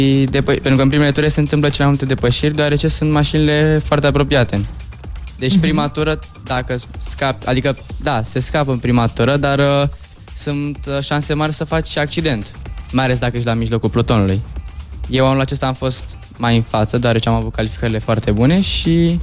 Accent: Bucharest, Romania; Din București.

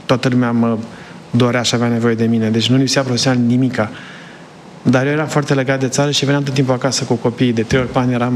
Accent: Sibiu County, Romania; born or raised there; now in United States

